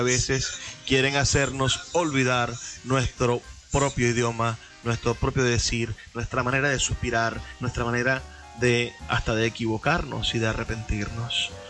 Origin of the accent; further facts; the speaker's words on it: Venezuela; en lo que somos como venezolanos y también como latinoamericanos. Nosotros, como hablantes del español